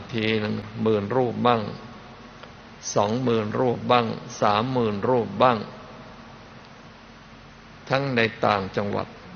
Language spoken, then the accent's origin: Thai; Kanchanaburi, Thailand; born there; เมื่อหลวงพ่อเด็กๆ เกิดที่จังหวัดกาญจนบุรีก็ไปเห็นที่หน้าเมืองกาญ